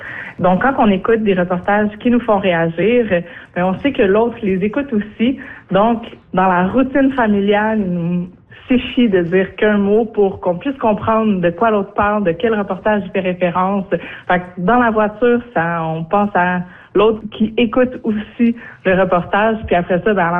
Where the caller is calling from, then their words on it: Val-Morin, Quebec, Canada; Je suis de Valmorin dans les Laurentides.